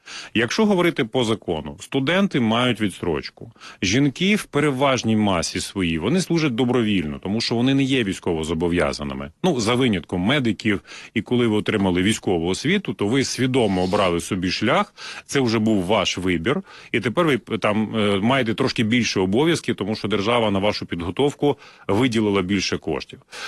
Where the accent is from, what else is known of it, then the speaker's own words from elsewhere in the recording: Luhansk Oblast, Ukraine; moved away; я народився і виріс на Донбасі, на Луганщині